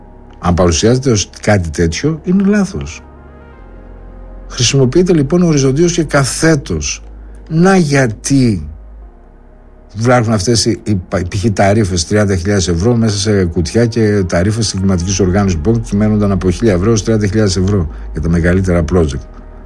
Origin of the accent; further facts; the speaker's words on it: Greece; εμείς σαν Έλληνες πολίτες